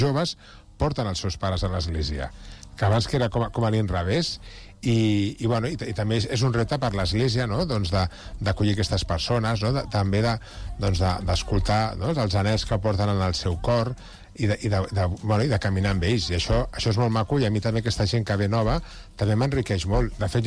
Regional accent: L'Hospitalet de Llobregat, Catalonia, Spain; Jo soc d'Hospitalet, no? Ja li deia abans a la Carme, no? I un punt de flamenquillo d'Hospitalet també el porto.

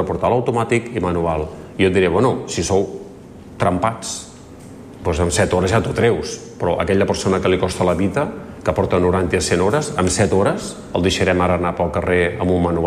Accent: Barcelona, Catalonia, Spain; No, me'n vaig a Barcelona. És que jo sóc de Barcelona.

